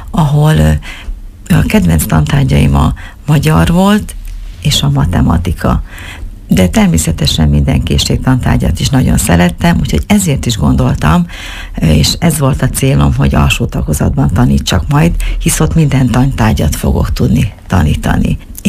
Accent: Semin, Borsod-Abaúj-Zemplén, Hungary; Én egy nagyon kicsi faluban, a Bodrog közben, Seminben nevelkedtem. Ez a település, ez egy 300-400 főből állt, de egy nagyon református község volt ez.

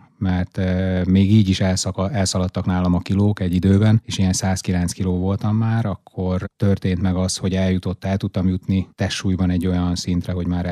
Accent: Vojvodina, Serbia; mivel én határon túl születtem, Vajdaságban, ott is nőttem fel

